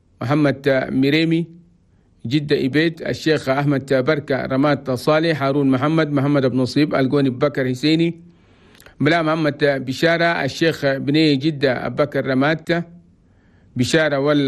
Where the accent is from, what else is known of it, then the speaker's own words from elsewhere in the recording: Chad; والخريف المبارك في بلدنا تشاد بلد تومي